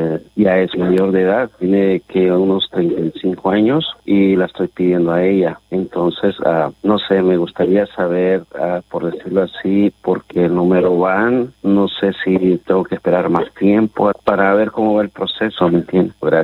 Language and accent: Spanish; El Salvador; now in Las Vegas, United States; Soy salvadoreño. Me hice ciudadano en el 2016.